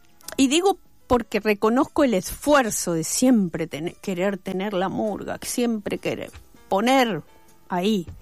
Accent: Buenos Aires, Argentina; no somos murga uruguaya, no somos murga porteña, no sé lo que somos. Yo le dije, vos escuchala y después decís qué te parece. Está muy bueno esto de que la gente vea que podemos mezclar y no perdemos identidad ni nada, somos del barrio Almagro

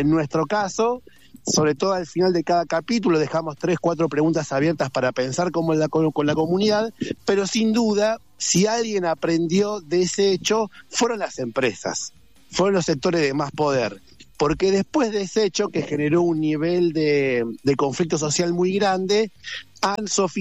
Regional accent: Bahía Blanca, Buenos Aires Province, Argentina; born there; Yo nací en Bahía Blanca y para ir al mar tengo que irme acá 1 hora o a Pehuenco o a Montehermoso, a pesar de que vivo a 20 cuadras del mar.

